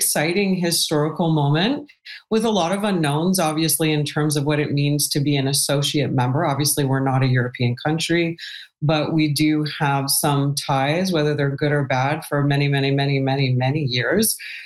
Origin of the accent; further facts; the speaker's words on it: Canada; I mean, if Canadians had a hard time knowing exactly what we were, I felt like the epitome